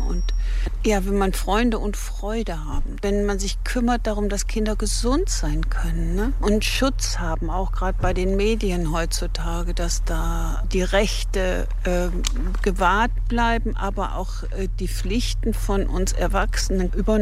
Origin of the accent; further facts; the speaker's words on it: Viersen, North Rhine-Westphalia, Germany; Ich komme aus Viersen.